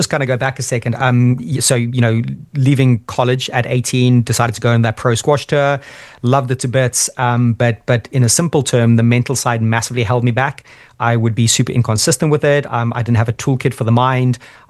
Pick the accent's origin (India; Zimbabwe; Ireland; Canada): Zimbabwe; moved away; I'm not from the UK. I've got a UK passport. My mom's from the Lake Districts of all places, but I was born and raised in Zimbabwe of all places, Southern Africa.